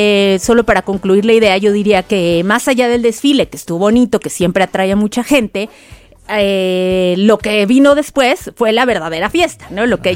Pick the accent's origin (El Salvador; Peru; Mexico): Mexico; pues lo que falte para que se note, sí, que somos, sí, mexicanos.